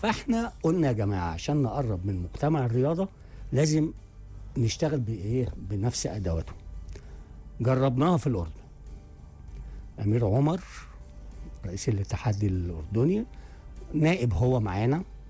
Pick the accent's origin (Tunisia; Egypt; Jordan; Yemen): Egypt; قلت له مستر ايجيبت. انا اللي مستر ايجيبت.